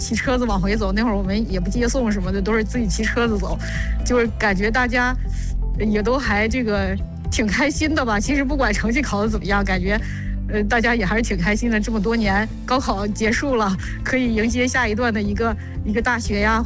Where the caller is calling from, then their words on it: Shijiazhuang, Hebei, China; 我就是石家庄的。